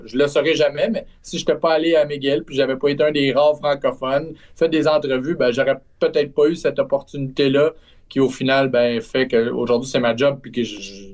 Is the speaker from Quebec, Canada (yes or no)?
yes; Trois-Rivières, Quebec, Canada; moi, tu sais, je viens de Trois-Rivières, ma famille est toujours à Trois-Rivières